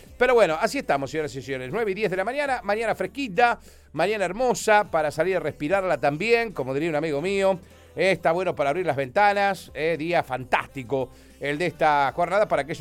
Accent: Argentina; Como todo argentino de bien

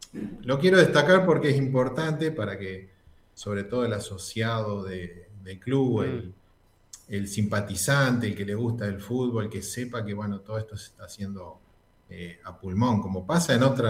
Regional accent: Carcarañá, Santa Fe, Argentina; moved away; Te decía que soy de Carcarañá.

